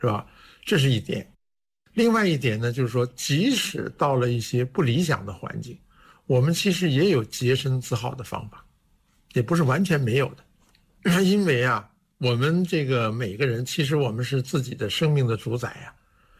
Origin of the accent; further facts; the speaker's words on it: China; 我们中国，我们中华民族在世界当中应该居于一个什么样的地位？